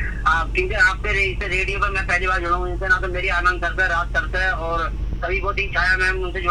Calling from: Moradabad district, Uttar Pradesh, India; Sir मैं बोल रहा हूँ जिला मुरादाबाद पोस्ट बीजपुर थान तलबकपुर के पास ग्राम गोविंद खुर्द से।

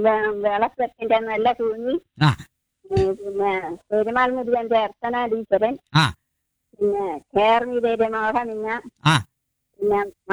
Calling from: Kerala, India

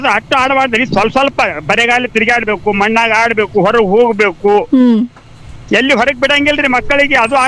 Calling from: Vijayapura, Karnataka, India

